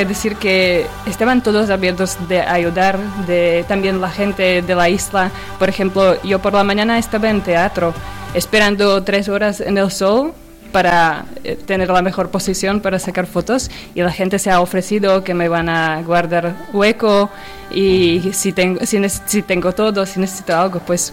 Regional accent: Slovakia; now in Gran Canaria, Spain; yo soy eslovaca, pero vivo aquí en Gran Canaria.

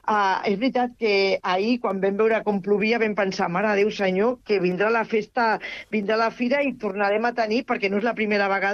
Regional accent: Catalonia, Spain; jo soc catalana, i per tant també és compatible que sóc espanyola

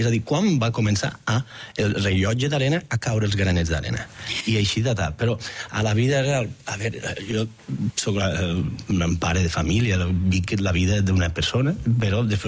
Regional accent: Batea, Catalonia, Spain; Jo de Batea, que som de secà, que no hi ha volcans

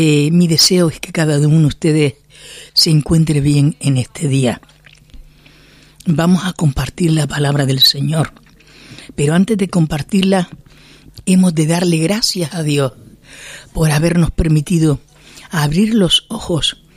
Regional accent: Canary Islands, Spain; Yo tengo que reconozco muy orgullosa además, que soy canaria.

